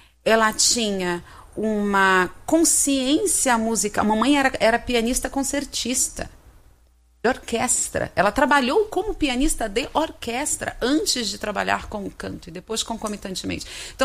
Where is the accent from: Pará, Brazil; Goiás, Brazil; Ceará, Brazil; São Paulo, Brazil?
Pará, Brazil; Belém; also born or lived in Rio de Janeiro; Sou de Belém, do Pará